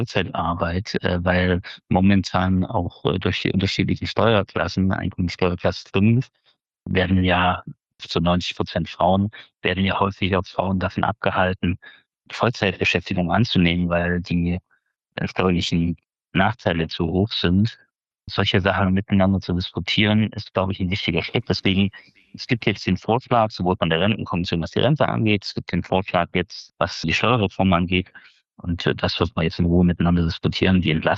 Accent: Jena, Thuringia, Germany; aus meiner Heimatstadt Jena fliegen Sensoren zum Mond oder zum Mars.

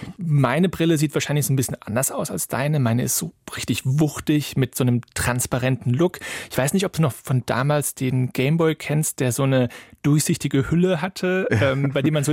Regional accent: Cologne, North Rhine-Westphalia, Germany; Aber ich komme ja aus Köln

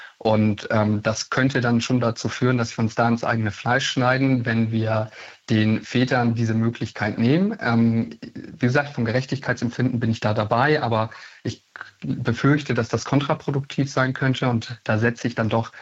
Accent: Schleswig-Holstein, Germany; schafft es Nordfriesland, da wo ich herkomme, zumindest schon mal 28% Rückgriffquote zu erreichen.

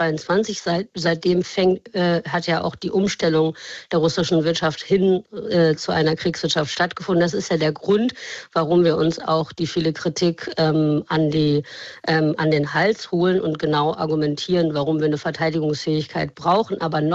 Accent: Germany; wenn wir jetzt nicht mehr in dem Freundschaftsgame sind, wie wir das gerne wollten als Deutsche

